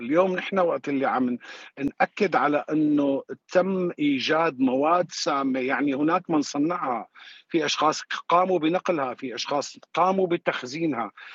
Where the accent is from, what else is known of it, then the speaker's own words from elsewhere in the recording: Syria; كلياتنا كسوريين شفنا براميل الكلور الصفراء